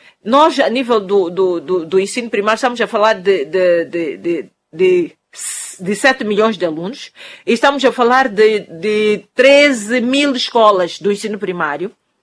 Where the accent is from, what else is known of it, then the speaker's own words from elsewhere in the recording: Mozambique; Então, é importante que todos juntos, como moçambicanos, avaliemos e tenhamos consciência que nós temos que mudar como adultos